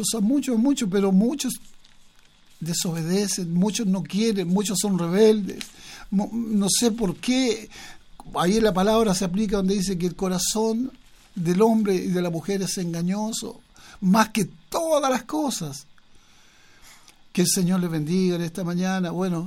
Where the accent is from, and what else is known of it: Chile